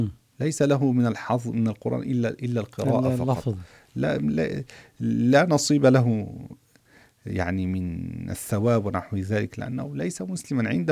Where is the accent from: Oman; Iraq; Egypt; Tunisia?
Egypt; عندنا في مصر